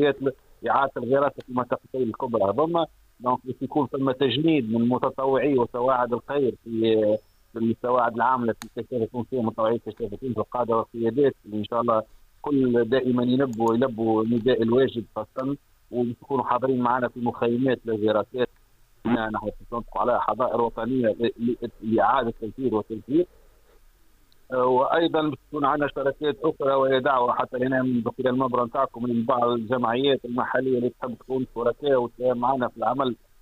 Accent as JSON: {"language": "Arabic", "country": "Tunisia", "said": "بلادنا تونس"}